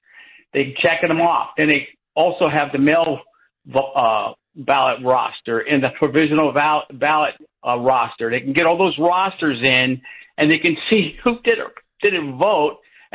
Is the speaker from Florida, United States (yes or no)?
no; Jamul, California, United States; moved away as an adult; now in Alabama, United States; from Alabama right now. I was from Jamul, California 5 years ago. I got out of that state.